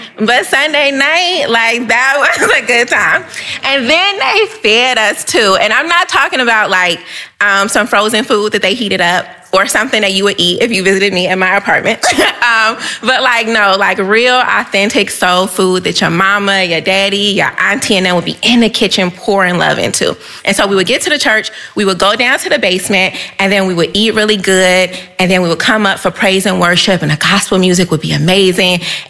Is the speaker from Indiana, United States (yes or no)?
yes; Gary, Indiana, United States; moved away as an adult; also born or lived in Washington, D.C. / Newark, New Jersey; now in Boston, United States; I first moved from Gary, Indiana, my hometown, to Washington, D.C., to attend school at Howard University.